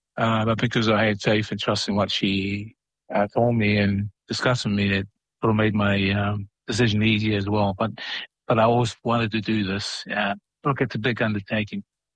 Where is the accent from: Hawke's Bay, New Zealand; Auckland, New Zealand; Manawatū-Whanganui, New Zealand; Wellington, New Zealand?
Auckland, New Zealand; also born or lived in Tonga; I was born in Tonga. I was 6 when my family moved to New Zealand. We settled in Auckland, so my schooling and my career and work have all been in New Zealand.